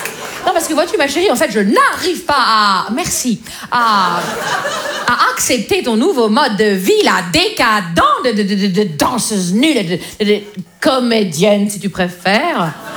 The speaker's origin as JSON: {"language": "French", "region": "Grand Est", "country": "France", "said": "Je viens des Vosges. Les Vosges, vous voyez? Les Vosges, vous voyez? C'est en France, hein, vous voyez? C'est juste avant l'Ukraine, vous voyez? C'est dans l'Est"}